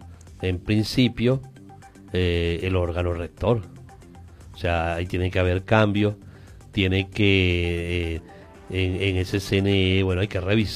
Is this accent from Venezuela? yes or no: yes; Venezuela; nosotros como venezolanos